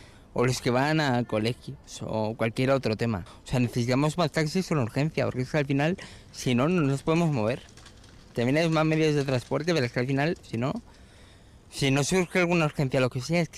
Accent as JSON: {"language": "Spanish", "region": "Basque Country", "country": "Spain", "said": "porque claro, yo soy de Salburua, he ido pidiendo a la gente que firmen"}